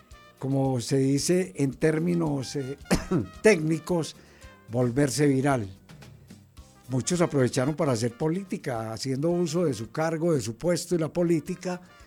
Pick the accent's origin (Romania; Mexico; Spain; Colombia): Colombia; Ese es el tema de una sociedad como la colombiana